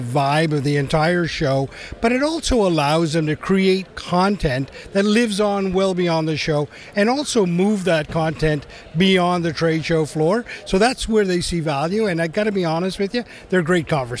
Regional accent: Newfoundland and Labrador, Canada; Yeah, well, I'm originally from Newfoundland, so I probably come with that storytelling ability built

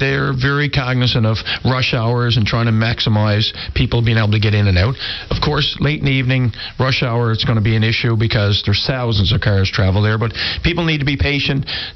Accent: Newfoundland and Labrador, Canada; In my case here, you know, being a Newfoundlander and Labradorian and working with our team in Atlantic Canada

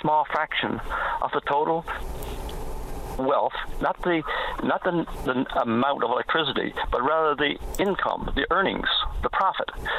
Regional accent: Newfoundland and Labrador, Canada; Are you saying that each Quebecer should get the same amount as each Newfoundlander?

